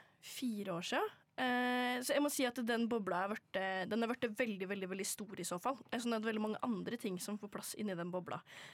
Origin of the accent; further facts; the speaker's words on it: Valdres, Innlandet, Norway; Jeg er jo fra Valdres